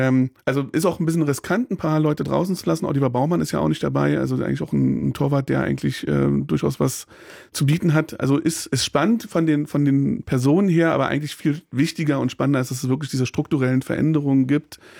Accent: East Germany, Germany; born there; Ich bin in diesem Land geboren. Ehrlich gesagt bin ich in der DDR geboren und dann ist dieses Land wiedervereinigt worden. Und ich lebe sehr, sehr gerne in diesem Land.

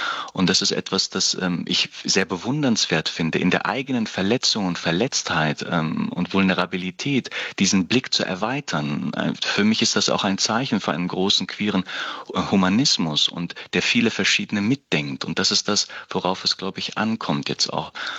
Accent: Hesse, Germany; born there; moved away as an adult; now in Berlin, Germany; Ich bin gebürtiger Hesse und lebe seit mehreren Jahren in Berlin, habe hier studiert

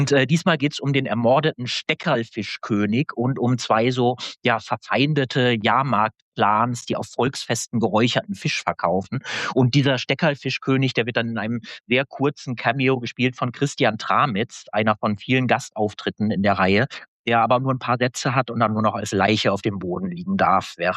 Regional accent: Northern Germany, Germany; born there; ich bin eigentlich gebürtiges Nordlicht

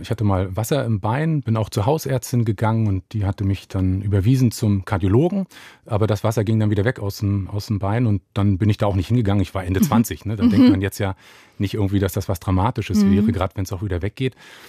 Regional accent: Mecklenburg-Vorpommern, Germany; born there; now in Brandenburg an der Havel, Germany; Ja, ich bin 44 Jahre alt, gebürtiger Mecklenburger, lebe in Brandenburg an der Havel

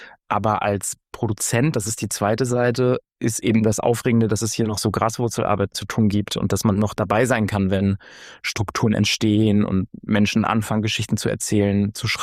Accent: East Germany, Germany; muss man aufpassen, dass man sich nicht radikalisiert als Ostdeutscher

